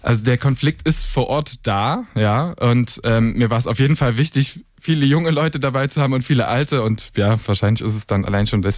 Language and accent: German; Leipzig, Saxony, Germany; Ich komme persönlich aus Leipzig, aber Grünau war so komplett die andere Seite der Stadt.